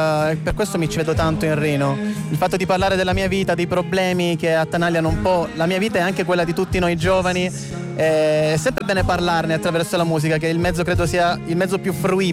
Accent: Lecce, Apulia, Italy; moved away; Io sono di Lecce, sono andato in Olanda a cercare delle opportunità, ho studiato là.

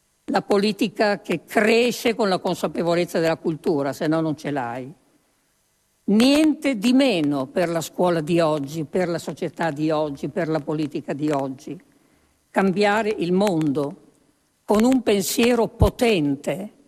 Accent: Emilia-Romagna, Italy; un po' delle mie parti, là dell'Emilia Romagna

